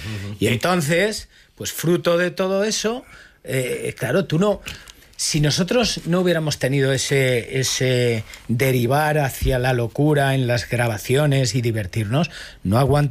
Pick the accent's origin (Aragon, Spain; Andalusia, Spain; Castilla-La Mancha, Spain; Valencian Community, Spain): Castilla-La Mancha, Spain; Montiel; now in Madrid, Spain; cuando salí de Montiel, mi pueblo